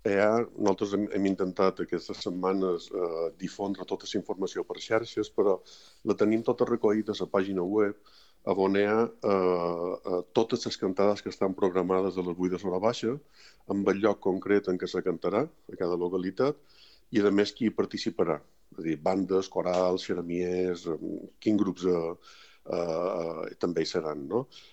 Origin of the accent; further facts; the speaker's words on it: Mallorca, Balearic Islands, Spain; som els mallorquins, el poble de Mallorca